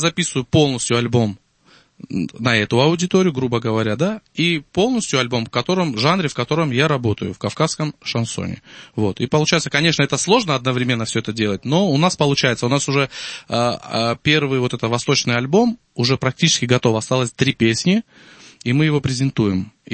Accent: Armenia; я армянин. Я, естественно, пою восточные песни, там, кавказские песни, армянские песни.

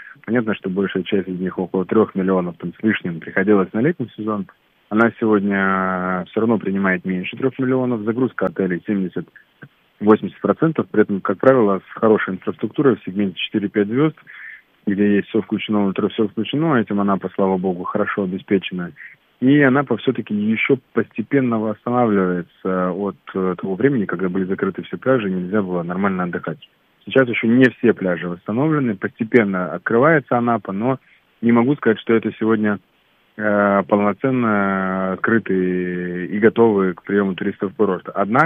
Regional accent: Crimea, Ukraine; как крымчанин родом оттуда

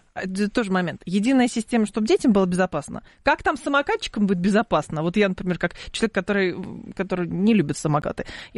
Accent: Lyubertsy, Moscow Oblast, Russia; Я из Люберец, я вообще

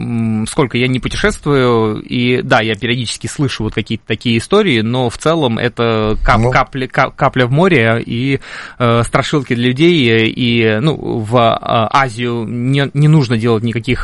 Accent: Russia; Беларусь, поскольку я из России.

